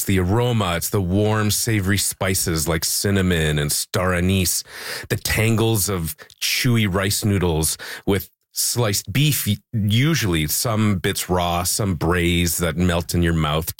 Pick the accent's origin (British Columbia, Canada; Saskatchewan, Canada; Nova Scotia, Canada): British Columbia, Canada; Vancouver; now in Montreal, Canada; I'm originally from Vancouver, and back in Vancouver, I gorged on Chinese style noodles, wonton noodles, braised brisket noodles.